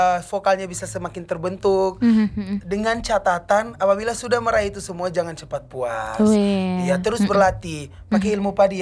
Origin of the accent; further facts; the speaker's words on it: Baubau, Southeast Sulawesi, Indonesia; walaupun kami dari Kota Bau-Bau tetapi kami membawa nama Sulawesi Tenggara nih